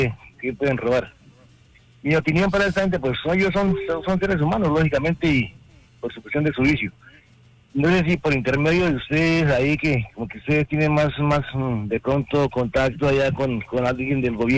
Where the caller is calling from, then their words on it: Sogamoso, Boyacá, Colombia; aquí de Sogamoso.